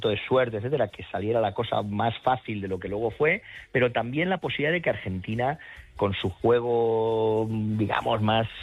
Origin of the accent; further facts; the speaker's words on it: Illescas, Castilla-La Mancha, Spain; No, somos de Illescas, de Toledo.